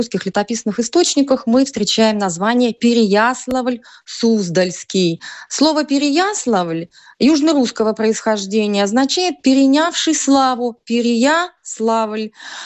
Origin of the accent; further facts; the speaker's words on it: Pereslavl-Zalessky, Yaroslavl Oblast, Russia; Несколько поколений моих предков тоже коренные переславцы.